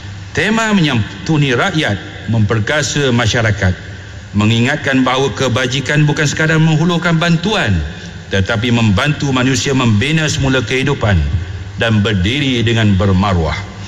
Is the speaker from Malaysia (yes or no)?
yes; Malaysia; بلدنا ماليزيا